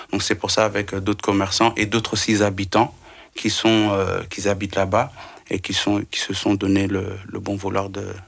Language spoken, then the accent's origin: French; Belgium; j'ai donné le nom de … par rapport à mes origines et par rapport aussi en français vu que je suis belge.